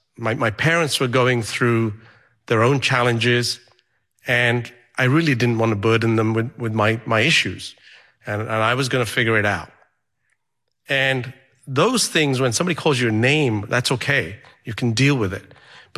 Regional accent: Uganda; born there; I was born in Uganda in Central East Africa.

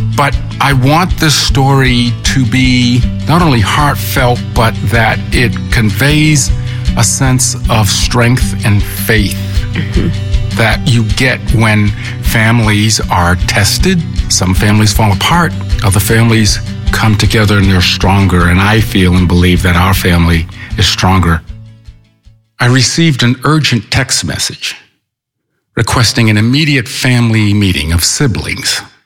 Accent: Duxbury, Massachusetts, United States; I grew up in Duxbury, Massachusetts.

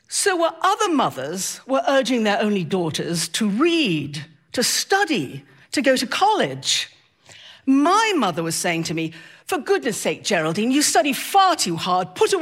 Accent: the north of England, United Kingdom; moved away as an adult; now in Maryland, United States; I am originally from England, from the north of England, and I now live in Maryland. I'm a naturalized citizen and very proud to be so.

